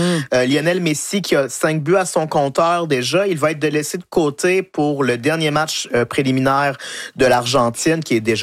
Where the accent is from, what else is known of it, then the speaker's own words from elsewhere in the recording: Quebec, Canada; C'est ça quand on parle de mon patelin.